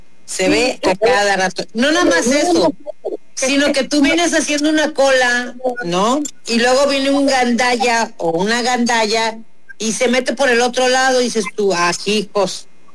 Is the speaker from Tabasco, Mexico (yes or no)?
yes; Tabasco, Mexico; Yo estoy enamorado de mi estado, de verdad que amo mi tierra, me siento muy orgullosa de ser tabasqueña